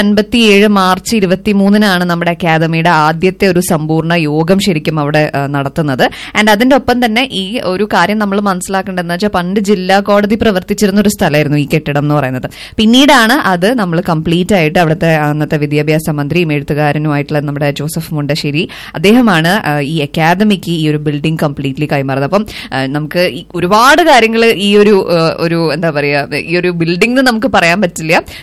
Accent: Thrissur, Kerala, India; ഞാനൊരു തൃശ്ശൂർക്കാരിയാണ്

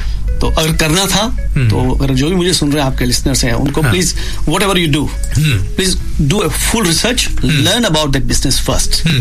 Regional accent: Rajasthan, India; accent: Indian; also born or lived in New Zealand; now in Australia; मैं तो राजस्थान से हूँ, मारवाड़ी मारवाड़ी खून है

